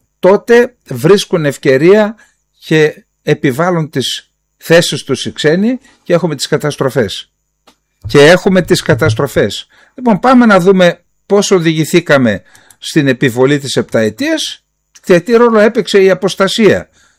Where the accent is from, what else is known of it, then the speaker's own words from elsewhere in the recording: Greece; τη μία ως Έλληνας